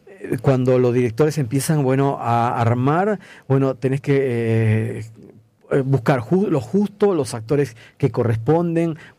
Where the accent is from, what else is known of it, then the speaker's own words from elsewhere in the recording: Peru; now in Rosario, Argentina; Se lo recomiendo como peruano.